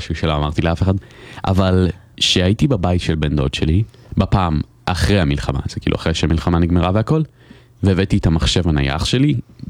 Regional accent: Sde Nehemia, Northern District, Israel; שדה נחמיה.

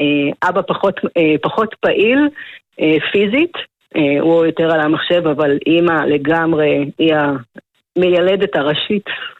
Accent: Givat Yoav, Northern District, Israel; נכון, אז אני בת גבעת יואב, נולדתי וגדלתי בגבעת יואב, אבא שלי הוא מהמייסדים של המושב

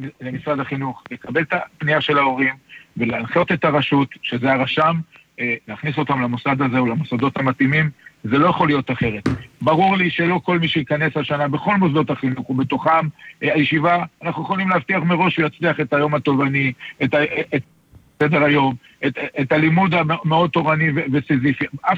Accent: Netanya, Central District, Israel; אני גדלתי בוותיקים, למדתי באלומות.

